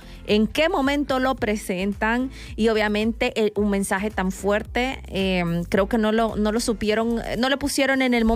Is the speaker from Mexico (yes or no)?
yes; Mexico; yo creo que como mexicano querías algo que te representara